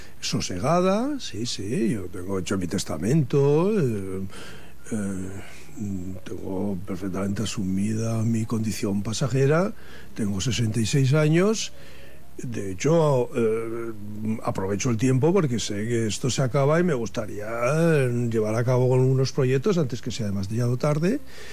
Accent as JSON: {"language": "Spanish", "region": "Basque Country", "country": "Spain", "tie": "born there", "said": "me gustaría seguir contando historias de gente de mi tierra natal"}